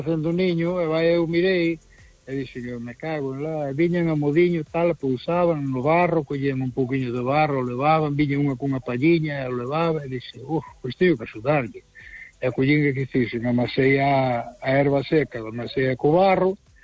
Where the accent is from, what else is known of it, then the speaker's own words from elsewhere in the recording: Vigo, Galicia, Spain; Bueno, pois pues a mí tamén me gusta, iso que son de Vigo, porque eu quero que haya derbi.